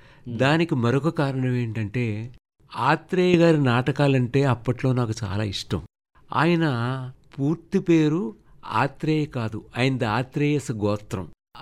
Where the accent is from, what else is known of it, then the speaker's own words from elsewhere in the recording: Pasalapudi, Andhra Pradesh, India; నా స్వగ్రామం తూర్పుగోదావరి జిల్లాలోని రామచంద్రపురం దగ్గరుండేటువంటి పసలపూడి అనేటువంటి ఊరు.